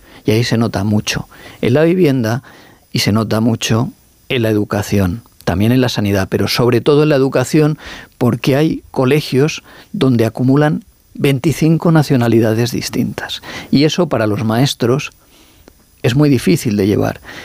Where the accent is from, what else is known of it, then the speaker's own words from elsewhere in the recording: Alicante, Valencian Community, Spain; Y soy alicantino, o sea, valenciano.